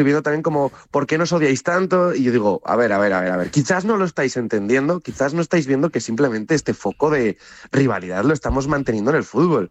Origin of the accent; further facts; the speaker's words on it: Spain; O sea, no soy un español promedio.